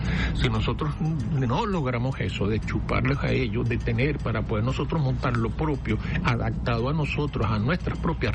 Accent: Venezuela; nosotros los venezolanos

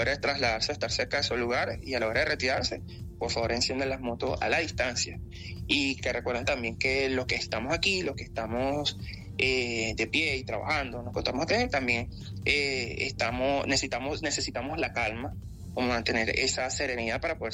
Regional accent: Venezuela; esa hermandad que nos caracteriza como venezolanos, y que dentro de todo las personas siguen bajando, siguen colaborando y siguen prestando esa mano amiga o ese apoyo que nos caracteriza como venezolanos.

